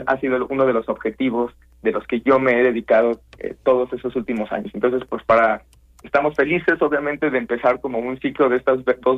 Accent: Guanajuato, Mexico; en Guanajuato, de donde yo soy originario.

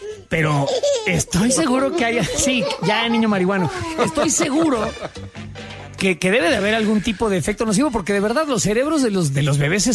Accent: Galicia, Spain; Hay razones suficientes para homenajear a la vaca como ícono gallego. Darle la importancia que merece. En nuestra cultura y nuestra sociedad, ¿eh? En nuestra comunidad la vaca es símbolo de prosperidad

